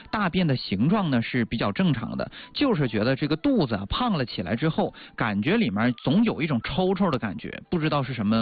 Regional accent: Northeast China, China; 咱们东北话来讲

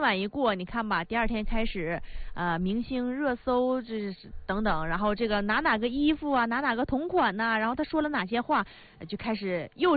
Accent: Northeast China, China; 我们东北人

